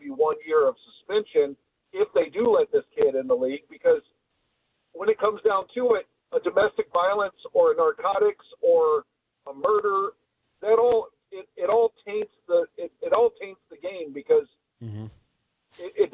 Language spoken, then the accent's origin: English; Cincinnati, Ohio, United States; I've gone back and forth. I grew up in Cincinnati, okay. So I'm Big Red Machine guy.